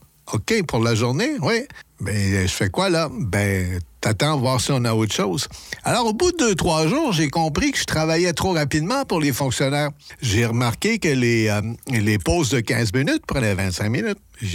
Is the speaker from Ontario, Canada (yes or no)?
no; Quebec, Canada; born there; moved away; Parce que je viens du Québec